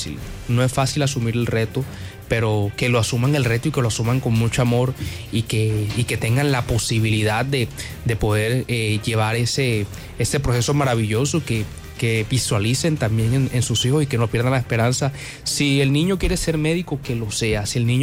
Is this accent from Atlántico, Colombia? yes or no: yes; Barranquilla, Atlántico, Colombia; also born or lived in Valledupar; Y soy yo, pero yo tengo 15 años de estar radicado aquí en la ciudad de Barranquilla. Me vine de los 7, 8 años.